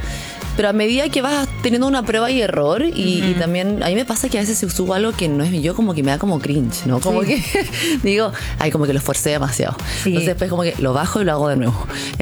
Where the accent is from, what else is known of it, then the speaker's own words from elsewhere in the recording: Chile; Soy chilena, soy coreana. En verdad no soy tan coreana si estoy allá, pero acá andamos tan chilena.